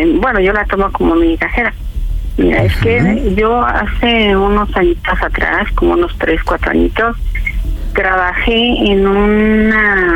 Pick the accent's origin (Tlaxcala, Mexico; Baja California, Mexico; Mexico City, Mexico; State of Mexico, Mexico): Mexico City, Mexico; Tengo 59 y soy del distrito, de aquí del México.